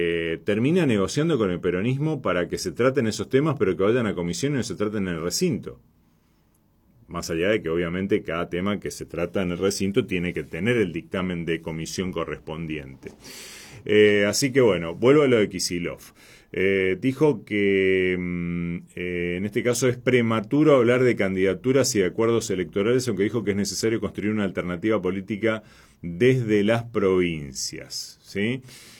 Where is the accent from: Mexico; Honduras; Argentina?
Argentina